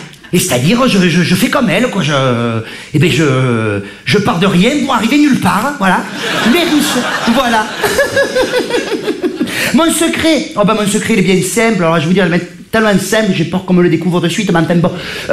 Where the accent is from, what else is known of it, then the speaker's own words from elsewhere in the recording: Provence-Alpes-Côte d'Azur, France; Ah, je suis provençal. Ça veut dire on lave la culotte, on entend les cigales.